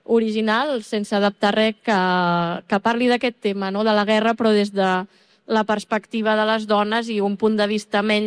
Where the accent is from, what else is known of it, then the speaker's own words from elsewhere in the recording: Catalonia, Spain; now in Berlin, Germany; Doncs soc autora catalana, faig còmics i així